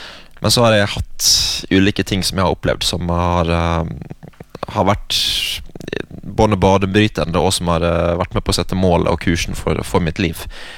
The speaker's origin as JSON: {"language": "Norwegian", "region": "Western Norway", "country": "Norway", "also_born_or_lived": "United States / Philippines", "moved": "as an adult", "said": "jeg er vestlending, jeg vil ha 15 grader og litt regn"}